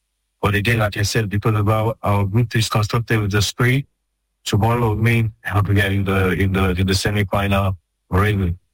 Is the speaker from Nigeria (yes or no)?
yes; Nigeria; Confident, first of all, because we are Nigerian, but that confidence is not all our confidence.